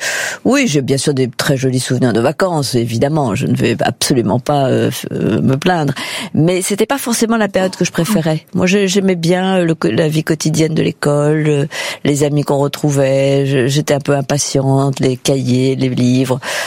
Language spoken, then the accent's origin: French; Paris, Île-de-France, France; also born or lived in Auvergne; À l'époque, j'allais souvent dans mon pays natal qui est l'Auvergne, mais je n'y ai pas vécu, je le précise. J'y suis née, mais mes parents étaient déjà à Paris.